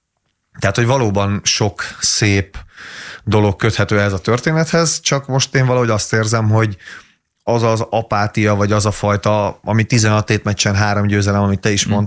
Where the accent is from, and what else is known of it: Hungary